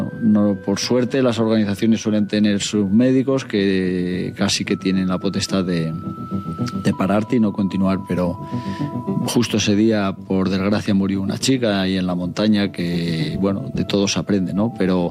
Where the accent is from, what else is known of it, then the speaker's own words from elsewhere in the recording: Béjar, Castile and León, Spain; soy de Béjar